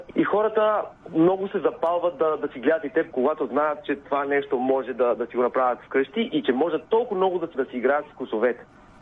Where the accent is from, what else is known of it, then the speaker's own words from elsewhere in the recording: North Macedonia; now in Bulgaria; Аз съм и доста близо до место, откъдето идвам, от Македония. Тук менталитета си е нашия